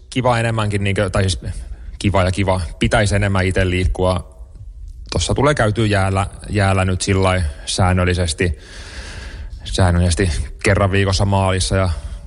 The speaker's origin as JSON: {"language": "Finnish", "town": "Rauma", "region": "Satakunta", "country": "Finland", "tie": "born or raised there", "moved": "as an adult", "lives_now": "Oulu, Finland", "said": "Rauman Lukon junnuihin aikoinaan menin. Olisinko 7-vuotias ollut silloin"}